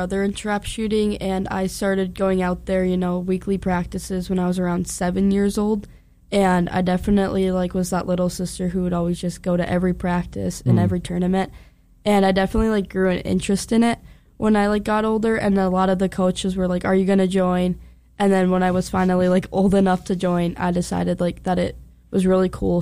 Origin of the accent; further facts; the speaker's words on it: Alexandria, Minnesota, United States; I'm from Alec.